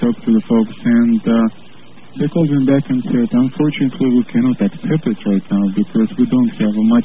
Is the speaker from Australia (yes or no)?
no; Russia; moved away as an adult; now in Seattle, United States; I'm from Russia originally.